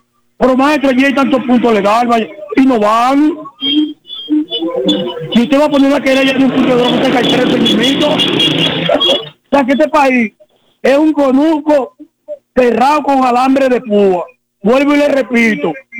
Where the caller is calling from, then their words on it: Dominican Republic; eso son cosas que irritan a uno como dominicano.